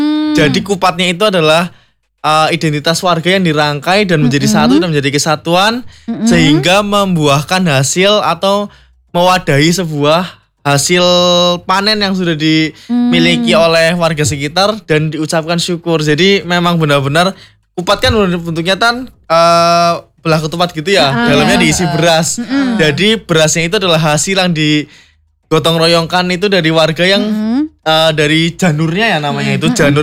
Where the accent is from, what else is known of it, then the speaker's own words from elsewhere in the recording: Cilacap, Central Java, Indonesia; kita juga sebagai warga Cilacap.